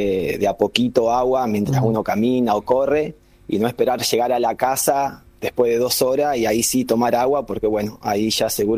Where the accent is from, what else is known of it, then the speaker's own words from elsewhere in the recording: Piamonte, Santa Fe, Argentina; si bien somos de pueblo cerquita, de Las Rosas, yo soy de Piamonte